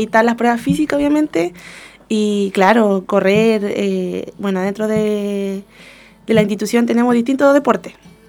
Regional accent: Puerto Montt, Los Lagos, Chile; yo soy de acá de Puerto Montt

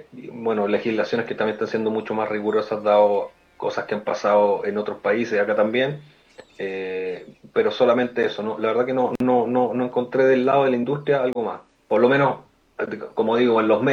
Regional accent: Santiago, Santiago Metropolitan Region, Chile; me gusta turistear como buen santiaguino

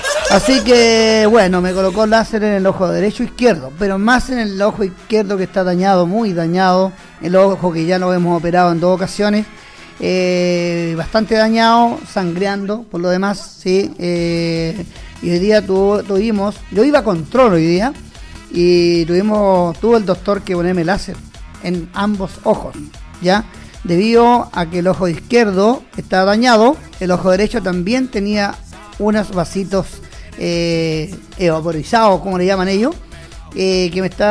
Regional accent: Chile; somos chilenos

